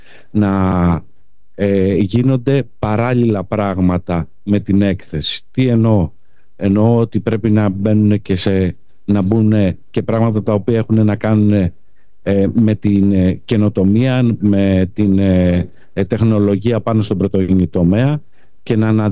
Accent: Western Greece, Greece; λόγω ότι είμαι από τη Δυτική Αχαΐα

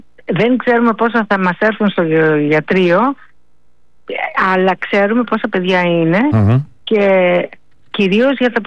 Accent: Filoti, South Aegean, Greece; Από το Φιλότι στην Άξου

